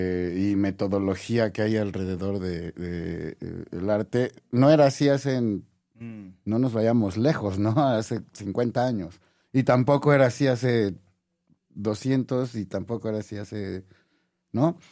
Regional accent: Mexico

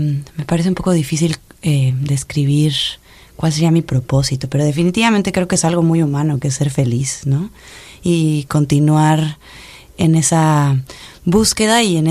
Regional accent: Mexico City, Mexico; moved away as an adult; now in Chicago, United States; yo nací y crecí en la Ciudad de México. Me mudé a Chicago hace 8 años, así que ahora tengo 2 casas. El lugar donde crecí es en el sur de la Ciudad de México, muy hacia la salida al estado de Morelos

